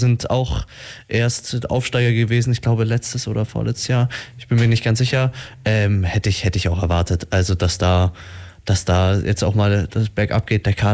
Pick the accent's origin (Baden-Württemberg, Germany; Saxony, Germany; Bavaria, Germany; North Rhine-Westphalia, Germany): Saxony, Germany; Dresden; Da kann man sich gar nicht beschweren, glaube ich, als Dresdner.